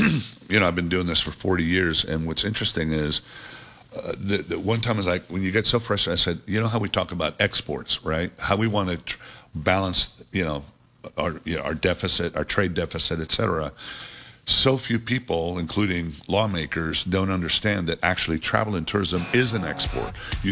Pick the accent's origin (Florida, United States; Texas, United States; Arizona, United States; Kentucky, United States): Texas, United States; Fort Worth; So, you know, my hometown is Fort Worth.